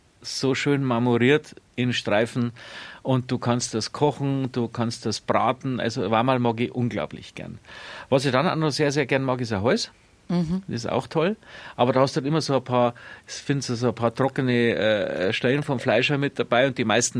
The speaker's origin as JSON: {"language": "German", "region": "Bavaria", "country": "Germany", "said": "Bei uns in Niederbayern heißen es Löffelnudeln."}